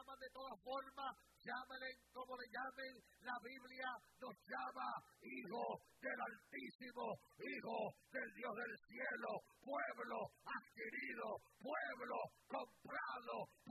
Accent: Puerto Rico; now in United States

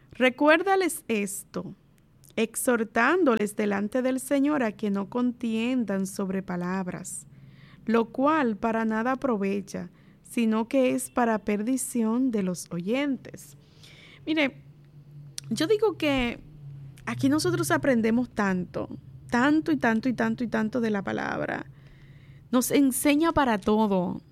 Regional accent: Dominican Republic; como buenos dominicanos que somos

